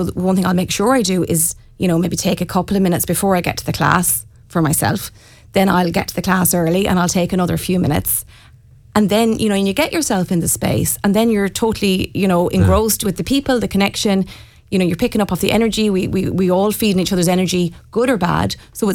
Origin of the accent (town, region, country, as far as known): Bohola, County Mayo, Ireland